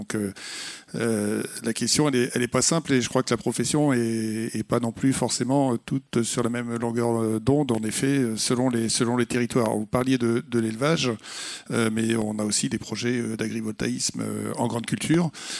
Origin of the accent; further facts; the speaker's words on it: Normandy, France; Alors je suis normand, donc je vais vous faire une réponse de normand.